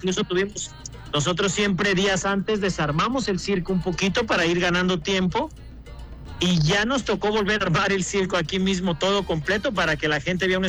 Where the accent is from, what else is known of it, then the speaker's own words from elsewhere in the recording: Mexico; somos mexicanos